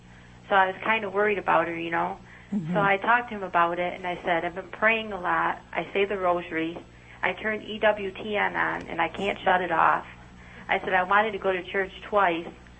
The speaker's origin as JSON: {"language": "English", "town": "Frankfort", "region": "New York", "country": "United States", "said": "Frankfort, New York"}